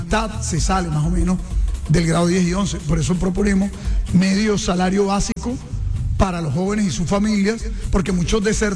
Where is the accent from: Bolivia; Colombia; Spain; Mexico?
Colombia; Santa Marta, Magdalena; also born or lived in Aracataca; Bueno, yo nací en Aracataca, pero soy criado en Santa Marta. Y para resumir la cosa, vengo de una familia de gente trabajadora.